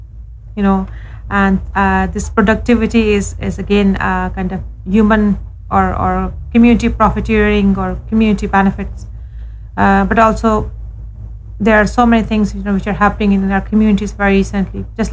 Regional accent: Pakistan; now in Ireland; I'm originally from Pakistan.

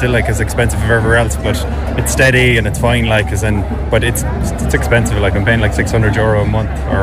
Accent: Cork, Munster, Ireland; I'm from Cork my whole life

